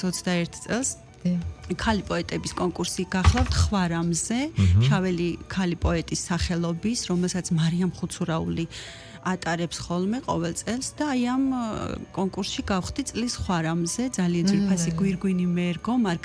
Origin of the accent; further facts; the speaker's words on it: Kartli, Georgia; მე თვითონ ქართლიდან ვარ და ეს ქართლელების პრემია.